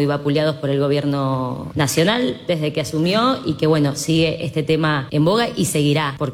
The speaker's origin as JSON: {"language": "Spanish", "country": "Argentina", "said": "Yo soy argentina, no me gusta subestimar los espacios que puedo ocupar, ¿no?"}